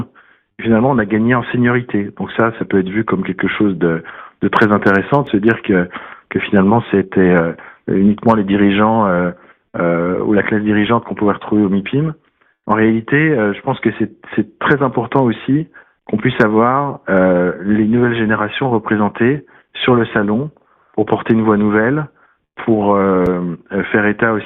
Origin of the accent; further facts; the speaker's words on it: France